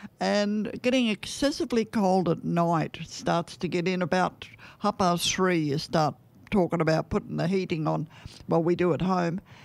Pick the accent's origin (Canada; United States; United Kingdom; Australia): Australia; Queensland; moved away; I say I'm a Queenslander. In Queensland, we have 11 months of summer and 1 month of cool weather.